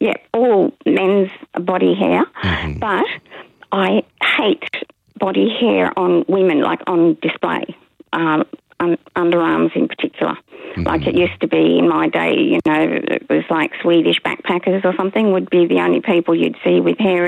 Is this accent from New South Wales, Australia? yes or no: yes; Sutherland Shire, New South Wales, Australia; all had to be shaved off and so I came from the Shire.